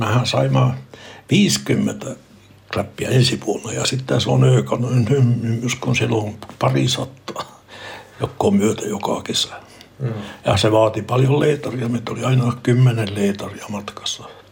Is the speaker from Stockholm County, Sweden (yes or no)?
no; Norrbotten County, Sweden; first language Meänkieli; että miekin kelpaa, vaikka mä olen Tornionlaaksosta ja puhun meidän kieltä.